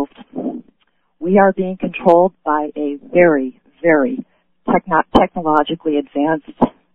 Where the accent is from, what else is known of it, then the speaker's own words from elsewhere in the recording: Niagara Falls, New York, United States; now in Lewiston, United States; All my life, I grew up in Niagara Falls. I live out here in a suburb now.